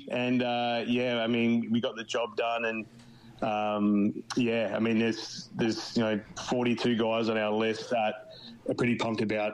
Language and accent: English; Melbourne, Victoria, Australia; accent: Australian; And then obviously trips back home, mate, definitely help with that. I was just down in Melbourne for Christmas in January, visiting mum and dad.